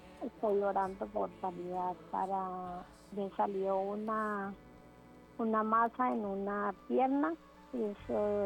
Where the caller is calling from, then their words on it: Ibagué, Tolima, Colombia; En Ibagué, Tolima.